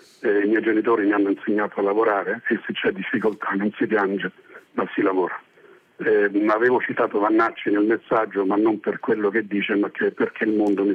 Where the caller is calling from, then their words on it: Umbria, Italy; io vengo dall'Umbria, non sono un grande vecchio, sto ancora lavorando pur avendo compiuto 60 anni.